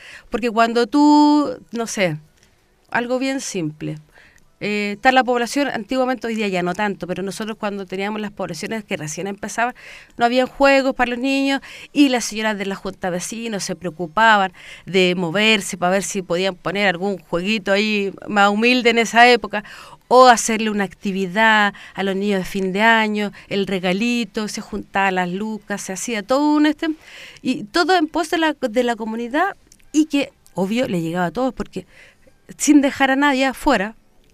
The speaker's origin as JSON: {"language": "Spanish", "town": "Puente Alto", "region": "Santiago Metropolitan Region", "country": "Chile", "tie": "born or raised there", "said": "Yo siempre me crié en Puente Alto, en la típica población"}